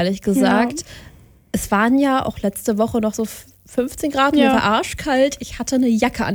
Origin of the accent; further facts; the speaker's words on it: North Rhine-Westphalia, Germany; Ich bin eigentlich auch NRWlerin, technically.